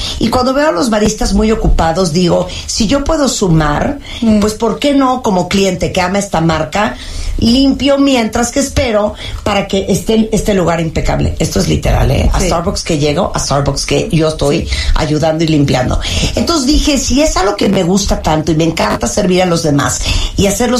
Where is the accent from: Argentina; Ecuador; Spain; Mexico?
Mexico; Chiapas; No. Soy hija de Doña Adela, pero, oriunda de Chiapas.